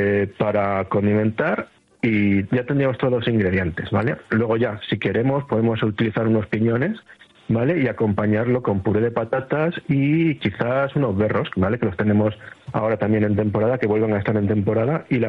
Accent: Extremadura, Spain; Porque es una receta que va a utilizar productos típicos de mi tierra de Extremadura

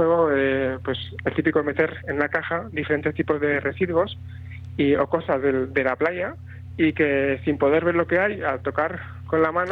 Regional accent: Ebro Delta, Tarragona, Catalonia, Spain; soy del Delta del Ebro, de Tarragona, es una zona preciosa

